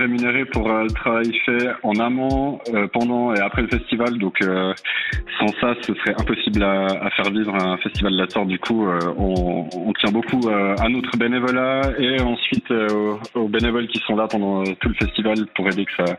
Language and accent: French; Fribourg, Switzerland; now in La Tour-de-Trême, Switzerland; je suis un broyard de base, je viens de Fou